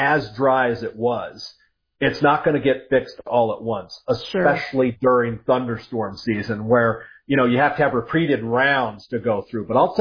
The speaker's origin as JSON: {"language": "English", "region": "High Plains", "country": "United States", "tie": "born or raised there", "said": "maybe that's just my nature growing up in the Western High Plains, because we're never, ever very far away from drought."}